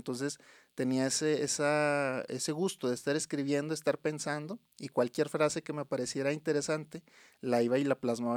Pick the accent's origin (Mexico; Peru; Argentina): Mexico; Río Grande, Zacatecas; aquí de mi tierra, Río Grande